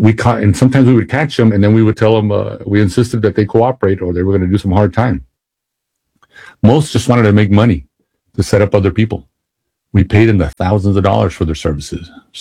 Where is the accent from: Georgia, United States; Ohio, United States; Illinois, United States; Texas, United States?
Texas, United States; El Paso; I was born and raised in El Paso, so I was familiar with the culture, the people in the streets of the city.